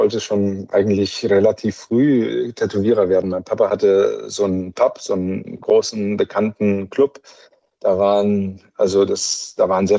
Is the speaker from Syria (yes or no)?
no; Spain; born or raised there